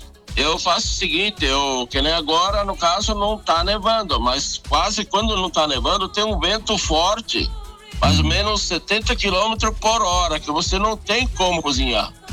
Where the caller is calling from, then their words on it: Arabutã, Santa Catarina, Brazil; Eu sou da Arabutã.